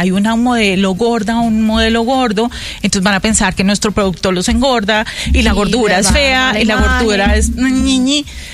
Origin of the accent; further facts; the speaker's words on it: Cali, Valle del Cauca, Colombia; also born or lived in Armenia, Colombia; yo me crié en Cali, o sea, yo nací en Armenia y me crié en Cali